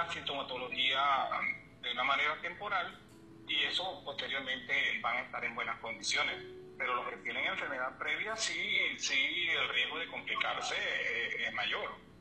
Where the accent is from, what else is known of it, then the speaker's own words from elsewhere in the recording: Venezuela; de parte de un venezolano que siente a su gente